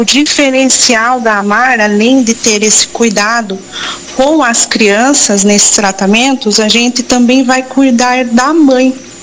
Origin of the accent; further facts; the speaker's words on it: Rafard, São Paulo, Brazil; born there; Sou de Rafar.